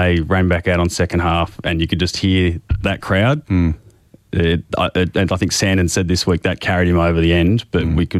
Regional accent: Bankstown, New South Wales, Australia; I think it goes back a long way where we live, but not where I grew up. We grew up in Bankstown.

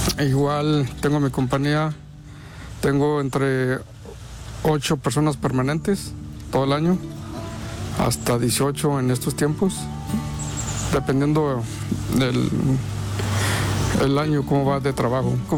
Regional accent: Los Haro, Zacatecas, Mexico; now in United States; Yo soy originario de Los Haro, Jerez, Zacatecas. Vengo de Los Haros, mis papás me trajeron en 1996.

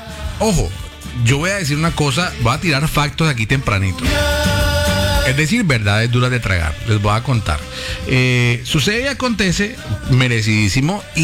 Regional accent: Patagonia, Argentina; Vos sabés que soy argentino desde la cuna, que te digo que me he criado en la Patagonia, hostia.

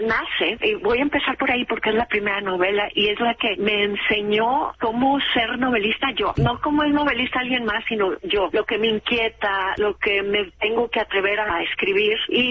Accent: Monterrey, Nuevo León, Mexico; si yo soy de Monterrey y escribo desde Monterrey

